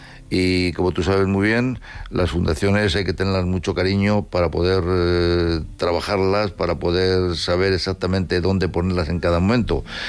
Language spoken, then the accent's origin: Spanish; Madrid, Community of Madrid, Spain; la verdad que yo soy de Madrid